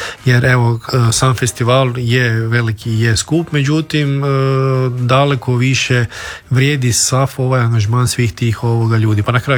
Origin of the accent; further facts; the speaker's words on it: Croatia; accent: Kajkavian; Ja govorim kajkavski, ne, čak se sad malo kontroliram